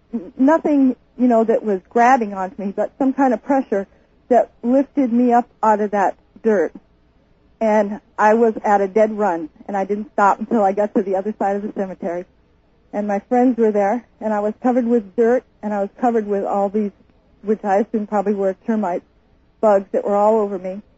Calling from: Houston, Alaska, United States; Houston, Alaska.

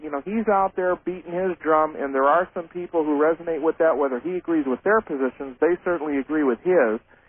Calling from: California, United States; in California.

